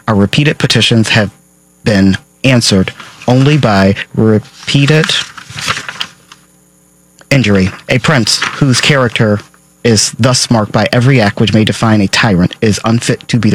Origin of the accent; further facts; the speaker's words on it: Arkansas, United States; I'm from Arkansas.